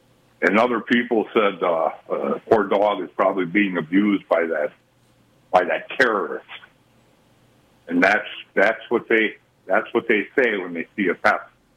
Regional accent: United States

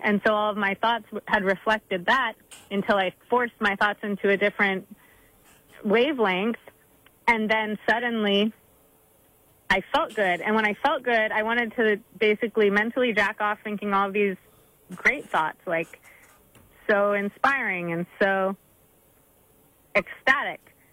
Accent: Seattle, Washington, United States; also born or lived in Mexico; I am from Seattle.

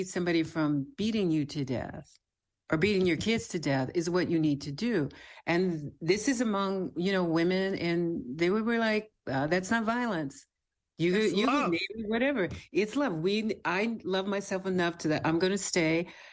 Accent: Texas, United States; And I'm from Texas, so I've seen all kinds, like the gunshot in the back of the pickup truck on the rack and stuff like that.

